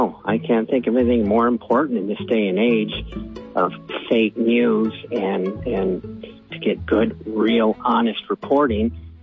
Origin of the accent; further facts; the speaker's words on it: New Bern, North Carolina, United States; from New Bern, North Carolina, and I support PRE proudly.